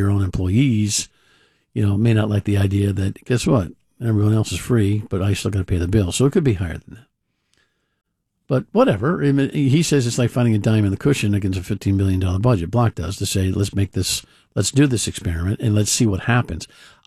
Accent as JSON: {"language": "English", "region": "New Jersey", "country": "United States", "tie": "born or raised there", "said": "I grew up in North Jersey. We took the bus into the city all the time."}